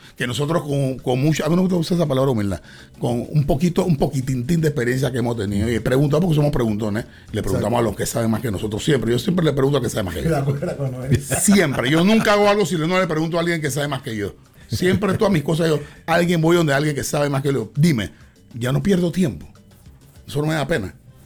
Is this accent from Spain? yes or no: no; Panama; nosotros tenemos un acento en Panamá porque nosotros escuchamos otra película.